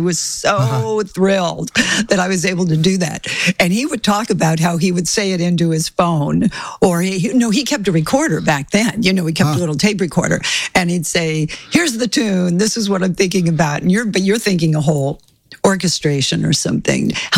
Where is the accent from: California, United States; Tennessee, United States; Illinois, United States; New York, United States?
California, United States; Los Angeles; I grew up in Los Angeles, so I know all about driving adventures.